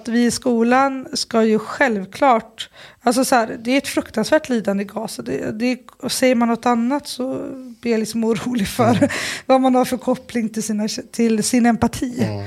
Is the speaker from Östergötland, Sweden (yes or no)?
no; Sundsvall, Västernorrland County, Sweden; moved away as an adult; also born or lived in Falun / Ethiopia / Gothenburg; now in Stockholm, Sweden; Jag är uppvuxen i Sundsvall. Och sen läste jag till lärare i Falun och sen började jag jobba i Husby. I slutet på min lärarutbildning bodde jag i Etiopien.